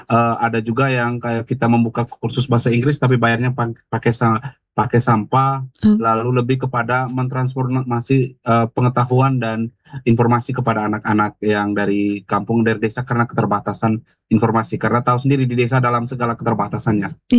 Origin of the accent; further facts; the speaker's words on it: Eastern Indonesia, Indonesia; kita orang Timur